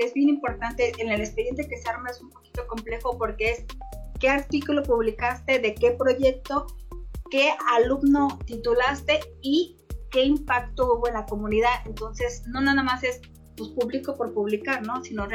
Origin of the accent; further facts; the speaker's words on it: Veracruz, Mexico; En mi caso, que yo soy originaria de Veracruz y que aquí no tengo a nadie, es un poco complejo